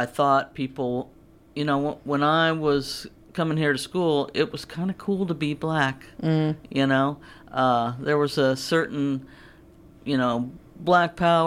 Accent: St. Louis, Missouri, United States; moved away; I'm from St. Louis

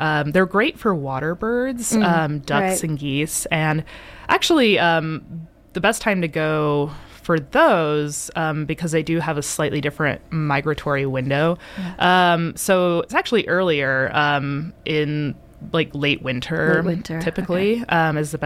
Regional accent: Houston, Texas, United States; And I grew up in Houston, Texas

